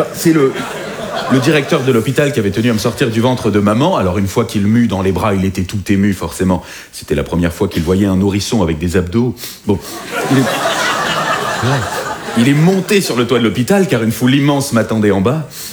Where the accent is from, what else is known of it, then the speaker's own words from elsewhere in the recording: Hauts-de-France, France; Alors, Guillaume vous l'a dit, hein, je viens du Nord-Pas-de-Calais, ça ne se voit pas.